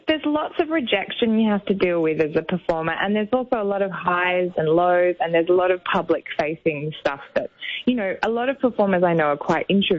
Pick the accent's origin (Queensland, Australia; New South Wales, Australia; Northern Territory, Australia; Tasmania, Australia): New South Wales, Australia; Sydney; also born or lived in Paris, France / Switzerland; I grew up on the North Shore in Sydney